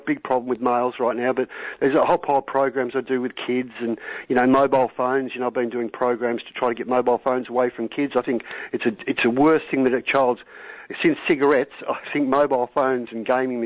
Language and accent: English; Australia; I am, you know, an eighth generation Australian where my forefathers built and fought in wars